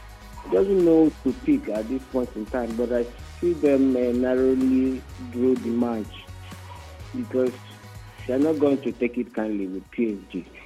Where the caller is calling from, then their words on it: Port Harcourt, Rivers, Nigeria; Call from Romo Hall in Port Harcourt.